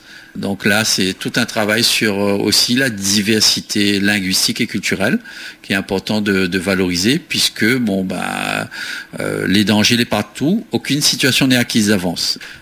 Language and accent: French; Réunion, France; accent: Réunion; nous avons l'accent qu'on nous cause français, il est normal, hein, nous sommes de la Réunion, il est normal, nous avons l'accent.